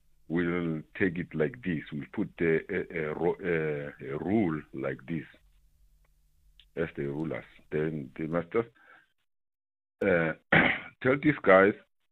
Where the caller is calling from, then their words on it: Pretoria, Gauteng, South Africa; in Pretoria.